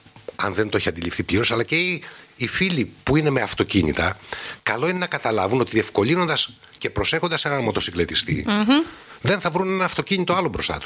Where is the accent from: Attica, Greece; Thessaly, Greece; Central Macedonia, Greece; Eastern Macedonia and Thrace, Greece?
Eastern Macedonia and Thrace, Greece; Kavala; εγώ που είμαι από την Καβάλα